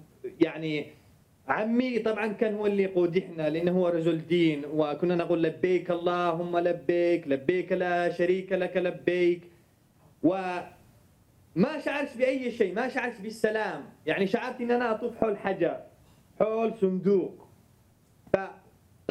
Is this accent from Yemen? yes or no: yes; Yemen; moved away as an adult; طبعا أنا كيمني، يعني تربيت وولدت باليمن، تربيت على ثقافة يمنية وتقاليد يمنية